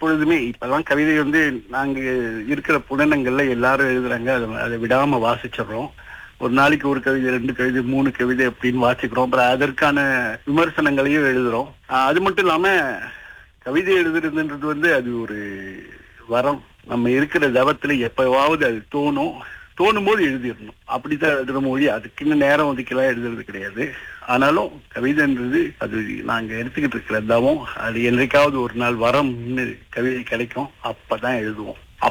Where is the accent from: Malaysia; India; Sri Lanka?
Malaysia; Klang, Selangor; also born or lived in Puchong; நான் பூச்சொங்கல பிறந்தேன், ஆனா அதன் பிறகு கில்லானுக்கு சின்ன வயசுலயே அப்பா மாறி வந்ததுனால இங்க வந்துட்டோம். அதன் பிறகு கில்லான் வாசி தான்